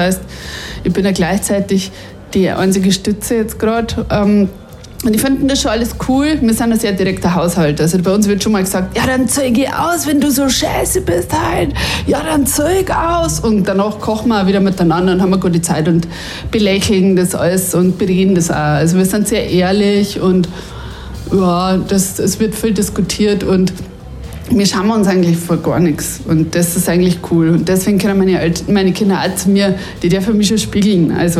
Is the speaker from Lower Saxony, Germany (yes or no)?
no; Bavaria, Germany; weil ich will nicht so deutsch sein als Bayerin.